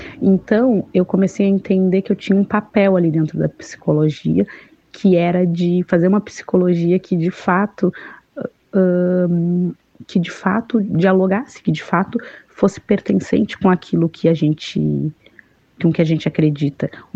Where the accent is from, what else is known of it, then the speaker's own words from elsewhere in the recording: Rio Grande do Sul, Brazil; eu cheguei com o compromisso das comunidades quilombolas do Rio Grande do Sul, da minha comunidade